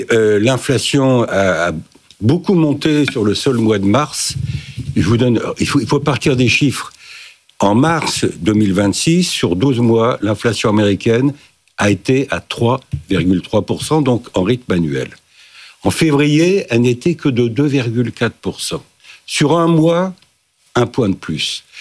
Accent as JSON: {"language": "French", "country": "France", "said": "chez nous en France"}